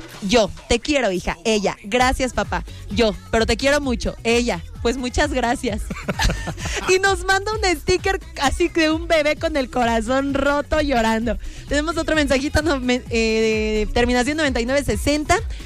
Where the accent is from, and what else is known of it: Mexico